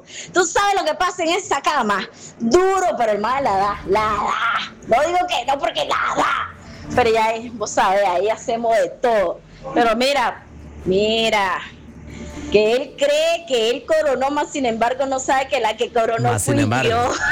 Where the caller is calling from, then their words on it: Nicaragua; Si somos dos nicas contra un colombiano